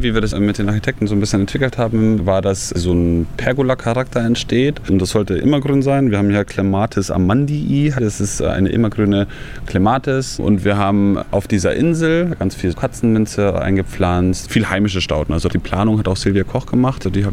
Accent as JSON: {"language": "German", "region": "Bavaria", "country": "Germany", "said": "Ich komme ja aus Bayern, aus einem Dorf."}